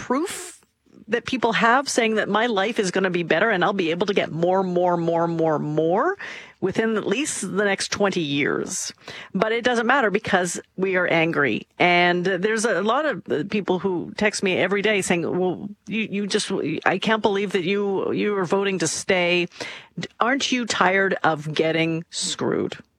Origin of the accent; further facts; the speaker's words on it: Canada; if the dinner party was somewhere else, I'd say I'm from Canada because that's how I identify myself.